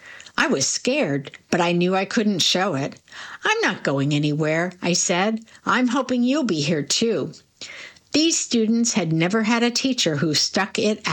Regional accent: India; now in United States; we'd take our oath of allegiance and become American citizens, something I dreamed of ever since I was growing up in India.

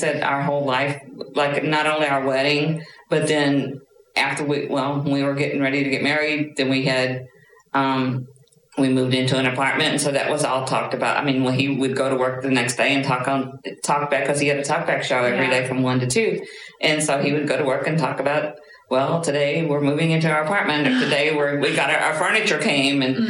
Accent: Missouri, United States; born there; No, I was born down in Missouri.

